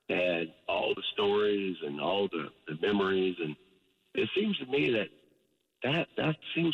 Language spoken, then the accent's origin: English; Beaverton, Oregon, United States; growing up in Beaverton at Grandma's house